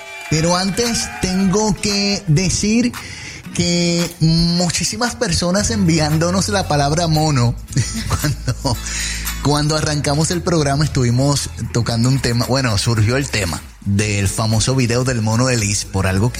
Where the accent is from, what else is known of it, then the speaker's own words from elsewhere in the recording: Puerto Rico; Yo soy puertorriqueño